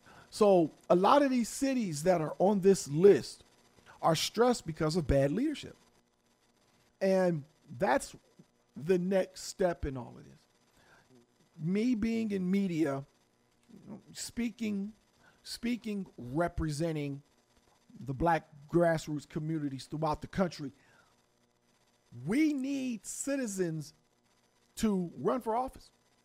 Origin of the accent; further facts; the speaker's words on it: Cleveland, Ohio, United States; I know a thing or two about that because I am from Cleveland, Ohio.